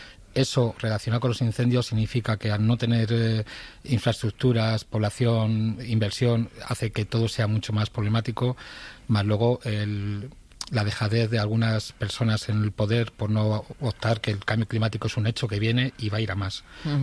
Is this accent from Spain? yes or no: yes; Spain; yo valoro mucho mi país y me considero español